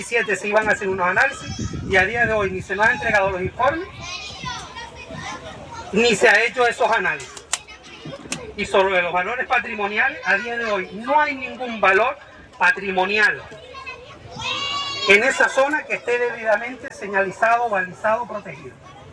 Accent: Santa Cruz de Tenerife, Canary Islands, Spain; now in Güímar, Spain; yo soy de Santa Cruz, vivo en Güímar

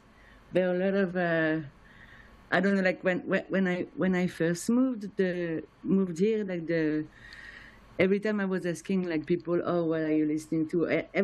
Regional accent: France; moved away as an adult; now in Montreal, Canada; I'm from France, but I came to Montreal to do an internship 15 years ago, and then I wanted to stay, and I started to play music in Montreal, and I stayed. So I feel like Montreal is my home now.

